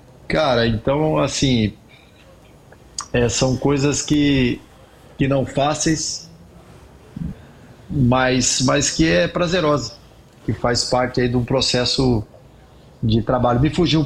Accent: Iracemápolis, São Paulo, Brazil; Porque, cara, saí de Iracemápolis, filho de cortador de cana, né?

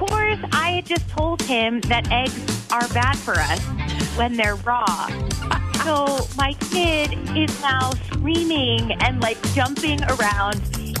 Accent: Janesville, Wisconsin, United States; I'm from Janesville, and I did not think of the worst case scenario.

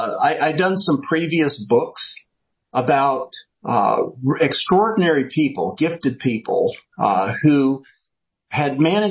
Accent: New Jersey, United States; also born or lived in Philippines / Ohio / Alabama; Growing up, I'm kind of a mutt. My father was in the Air Force, and so we grew up near air bases, mostly New Jersey, the Philippines, Ohio, and Alabama.

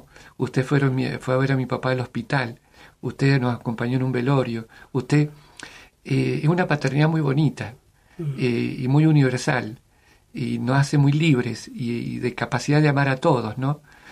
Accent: Mendoza, Argentina; Ser párroco y en Mendoza. En mi tierra.

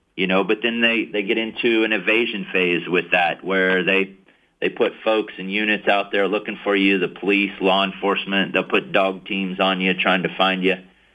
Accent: Kansas, United States; But, who knew in those missions, even growing up in Kansas, riding horseback was going to play such a role.

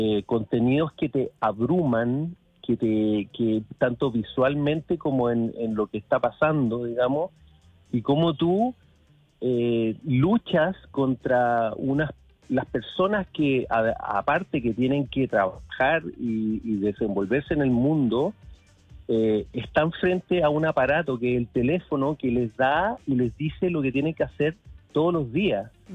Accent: Viña del Mar, Valparaíso, Chile; Imagínate, yo que soy de Viña, yo veía toda mi vida, vi el letrero

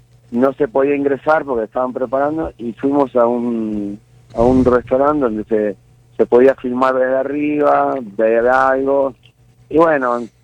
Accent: Argentina

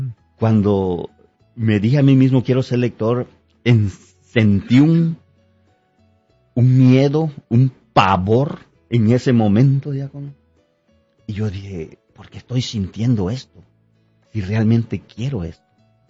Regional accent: Tabasco, Mexico; moved away as an adult; now in Omaha, United States; Soy mexicano, mariano, guadalupano, de la parte de Tabasco, el estado de Tabasco, México. Hace más de 15 años que emigré aquí a este hermoso país

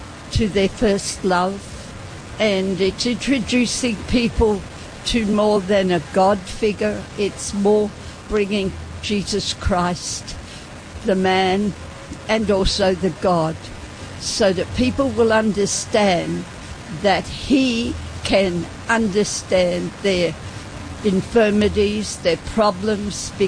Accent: Australia; I'm an Australian, yes.

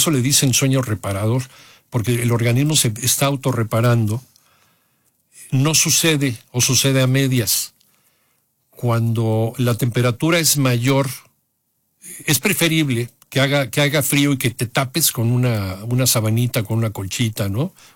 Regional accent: Cancún, Quintana Roo, Mexico; Me estaban platicando ahí amigos de Cancún, saludos allá a mi tierra

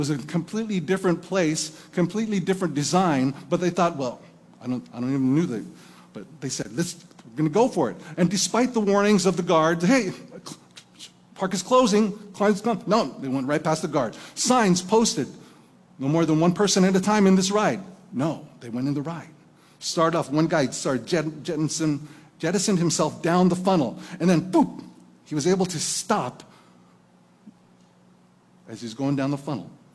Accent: Napa, California, United States; end of the month back to Napa, California, my hometown.

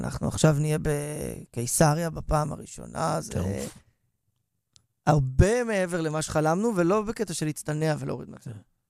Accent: Rehovot, Central District, Israel; שנינו גדלנו ברחובות.

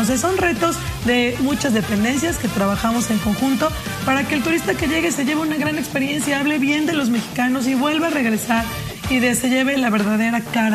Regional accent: Tlaxcala, Mexico; uno de ellos, por ejemplo, en Tlaxcala, mi tierra, los 14 de agosto es la noche que nadie duerme

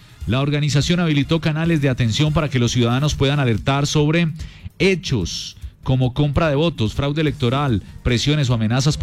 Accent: Colombia; es muy importante que este domingo salgamos a votar como colombianos, como ciudadanos

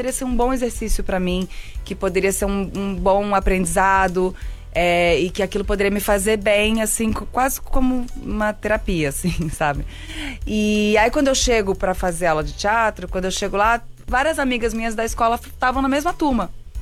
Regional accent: Porto Alegre, Rio Grande do Sul, Brazil; born there; also born or lived in Rio de Janeiro; Sim, na verdade eu só nasci em Porto Alegre, porque assim, minha família ela é do Sul, mas quando eu nasci, minha mãe grávida de mim, eles já estavam morando no Rio.

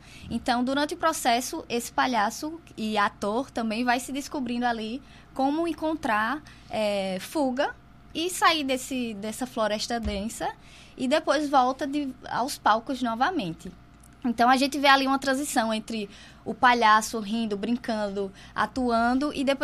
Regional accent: Brazil; a gente é brasileiro

